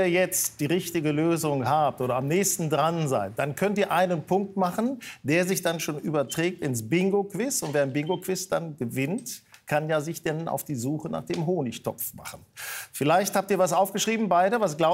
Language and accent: German; Hanover, Lower Saxony, Germany; born there; now in Hamburg, Germany; Ich bin gebürtiger Hannoveraner und jetzt Hamburger.